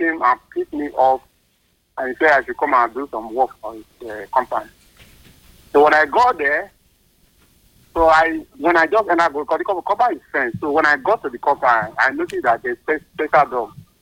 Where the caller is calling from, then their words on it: Lagos, Nigeria; I'm calling from Lagos.